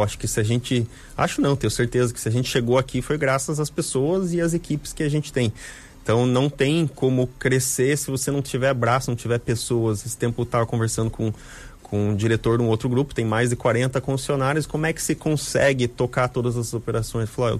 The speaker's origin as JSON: {"language": "Portuguese", "town": "Porto União", "region": "Santa Catarina", "country": "Brazil", "tie": "born there", "moved": "yes", "lives_now": "Joinville, Brazil", "said": "na cidade de Porto União, que foi onde eu nasci e vim embora para cá."}